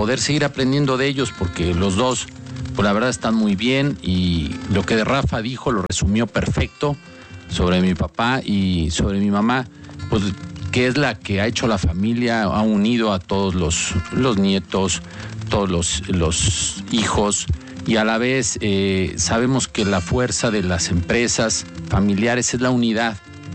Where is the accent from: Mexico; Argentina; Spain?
Mexico; Puebla; creciendo como poblanos mexicanos